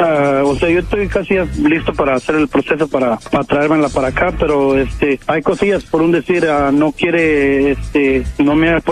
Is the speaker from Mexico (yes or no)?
yes; Mexico; No, yo soy mexicano.